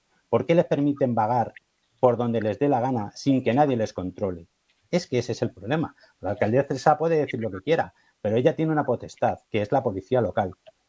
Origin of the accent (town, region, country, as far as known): Spain